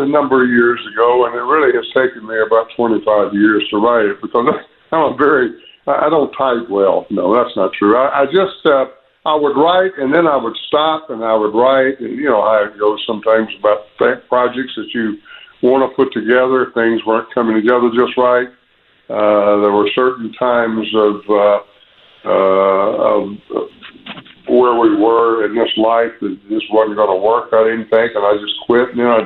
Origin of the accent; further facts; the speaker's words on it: Quitman, Georgia, United States; my life growing up in South Georgia, in Quitman, Georgia, just outside of Valdosta, Georgia. People know where that is. I grew up there